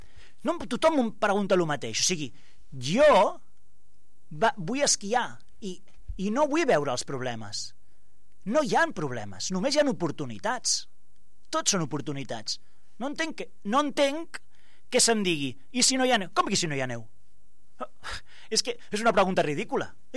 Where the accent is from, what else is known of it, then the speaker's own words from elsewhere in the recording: El Prat de Llobregat, Catalonia, Spain; jo sóc del Prat i jo m'estimo el meu poble